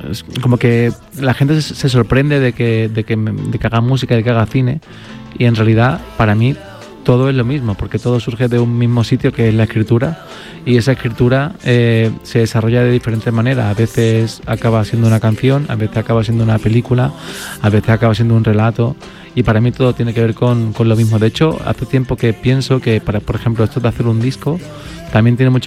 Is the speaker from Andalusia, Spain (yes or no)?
yes; Seville, Andalusia, Spain; now in Madrid, Spain; sevillano